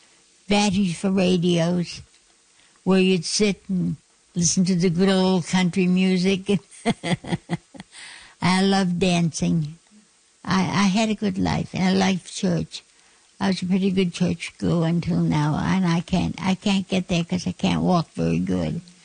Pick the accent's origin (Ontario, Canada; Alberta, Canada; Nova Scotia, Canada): Nova Scotia, Canada; Lake Pleasant; also born or lived in Springfield, Nova Scotia; I was born in Springfield, Nova Scotia, but lived in a little country home in Lake Pleasant, right off Springfield. And since then, I've been moving around here, there, and everywhere, but I'm a happy person.